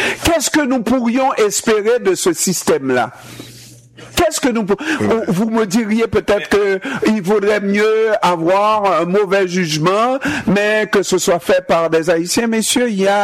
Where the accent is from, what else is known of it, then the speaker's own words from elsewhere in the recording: Haiti; Nous sommes tous des Haïtiens, messieurs.